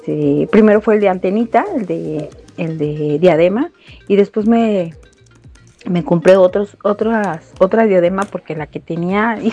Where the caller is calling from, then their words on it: Emiliano Zapata, Mexico; te escucho en Emiliano Zapata.